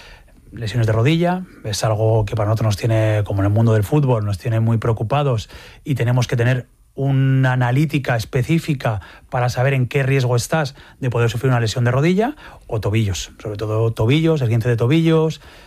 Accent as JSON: {"language": "Spanish", "region": "La Rioja", "country": "Spain", "said": "A mí eso, como riojano, vamos, es algo que te hace sentirte feliz y te llena"}